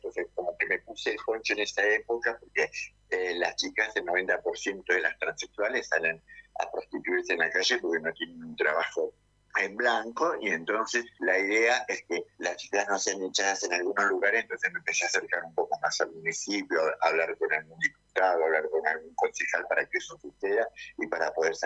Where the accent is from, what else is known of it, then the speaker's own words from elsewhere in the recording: José C. Paz, Buenos Aires Province, Argentina; Yo soy oriunda igual de José Paz. Nací en José Paz, tengo una familia que viene muy organizada políticamente